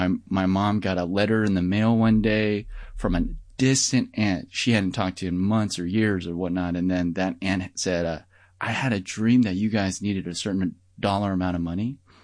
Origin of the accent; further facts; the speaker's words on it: Denver, Colorado, United States; Well, you know, born and raised in Denver, Colorado.